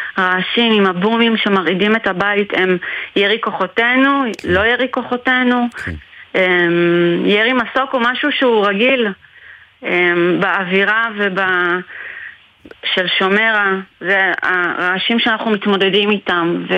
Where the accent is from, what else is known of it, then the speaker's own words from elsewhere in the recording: Ma'alot, Northern District, Israel; now in Shomera, Israel; אני ממעלות, גם בצפון.